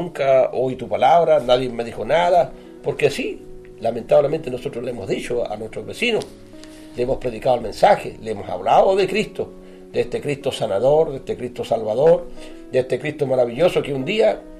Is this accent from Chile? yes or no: yes; Chile; somos chilenos, no podemos negarlo.